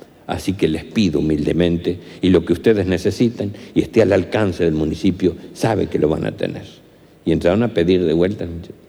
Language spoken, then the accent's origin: Spanish; Córdoba, Argentina; Me comprometo como cordobés y como argentino